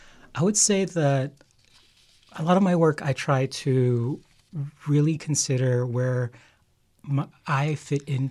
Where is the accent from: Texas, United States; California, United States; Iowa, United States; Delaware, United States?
Texas, United States; Houston; now in Chicago, United States; So I was born in Houston. My parents immigrated from El Salvador in 1986. My mom was actually pregnant with me, 6 months pregnant.